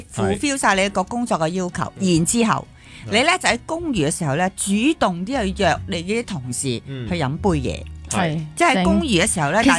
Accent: Hong Kong; 其實我哋香港人都唔係好擅長。

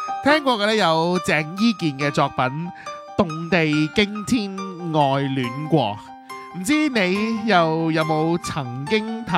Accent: Hong Kong

